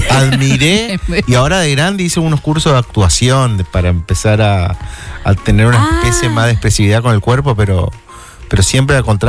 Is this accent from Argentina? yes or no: yes; northern Argentina, Argentina; los norteños somos muy tímidos.